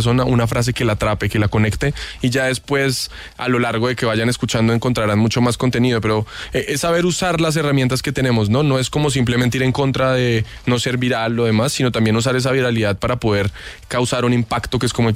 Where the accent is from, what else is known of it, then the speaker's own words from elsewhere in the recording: Colombia; y como colombianos, latinos y como habitantes de este mundo tenemos derecho a ser parte de él